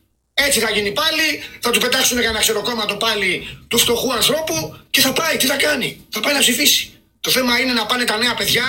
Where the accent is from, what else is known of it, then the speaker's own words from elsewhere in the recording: Greece; Μιλάω σαν Έλληνας.